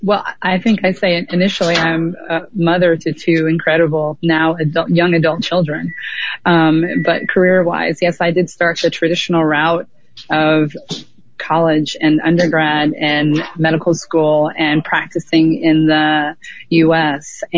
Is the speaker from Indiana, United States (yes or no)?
yes; Indianapolis, Indiana, United States; I grew up in Indianapolis